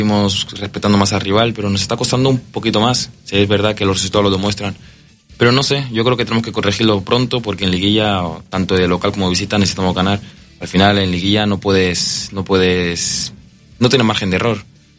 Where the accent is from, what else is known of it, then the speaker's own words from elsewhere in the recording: Mataró, Catalonia, Spain; now in Mexico; Nací en una ciudad que se llama Mataró, Barcelona.